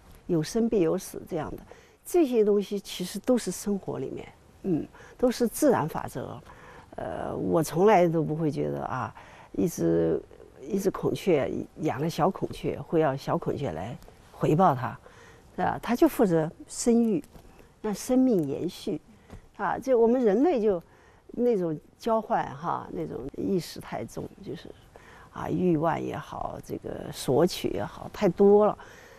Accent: Dali, Yunnan, China; moved away; also born or lived in Beijing; 我那时候不是在小时候是在我们大理嘛哈，那你到了北京对吧

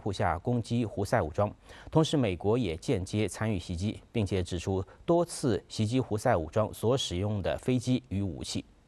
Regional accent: China; 我们中国人

